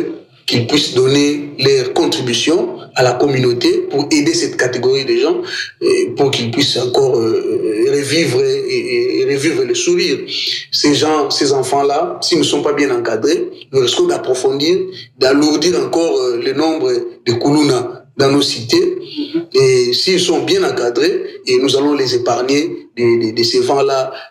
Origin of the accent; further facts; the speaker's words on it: DR Congo